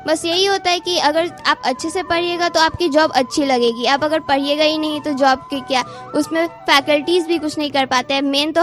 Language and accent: Hindi; Patna, Bihar, India; मैं पटना कुम्हरार की रहने वाली हूँ जी।